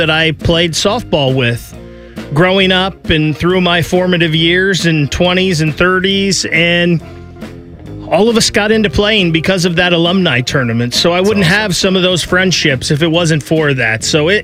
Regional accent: Grove City, United States; my hometown of Grove City

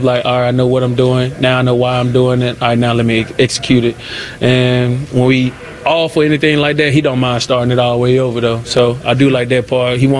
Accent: Jacksonville, Florida, United States; Yeah, I go back to my hometown, man. Yeah. Jacksonville, that's where I got drafted there, so you know I'm ready.

